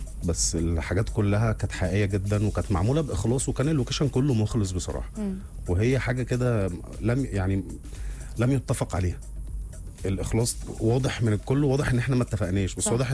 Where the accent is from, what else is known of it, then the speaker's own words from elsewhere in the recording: Egypt; احنا عندنا في مصر هنا لون الطوب احمر